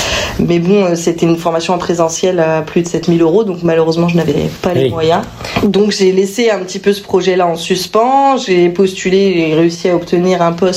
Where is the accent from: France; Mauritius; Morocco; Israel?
France; Chalon-sur-Saône, Bourgogne-Franche-Comté; Oui, moi je suis native de Chalon.